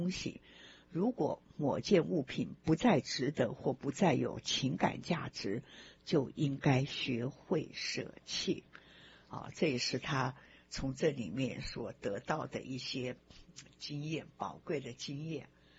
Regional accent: Taiwan; now in United States; 因为我在台湾也是出生长大，然后到了美国呢也在这边工作或等等的我一向在台湾我就比较独立了

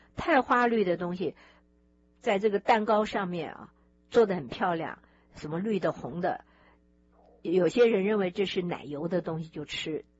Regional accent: China; 就是因为我们中国人喜欢吃霉菌的东西

